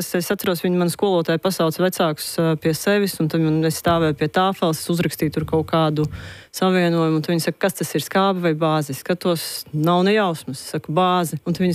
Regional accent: Riga, Latvia; born or raised there

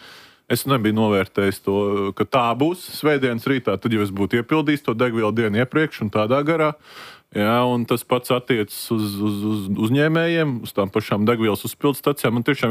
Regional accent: Sigulda Municipality, Latvia; es no Siguldas novada, viens no viskartajiem tieši elektroenerģijas apgādes ziņā caurumiem svētdienas rītā

